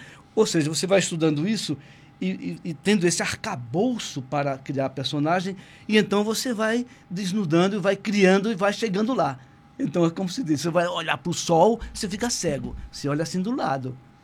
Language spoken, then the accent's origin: Portuguese; Alagoas, Brazil; moved away; also born or lived in Sorocaba; Eu sou alagoano, mas eu morava em Sorocaba quando conheci o teatro. Um cara de 15 anos, 16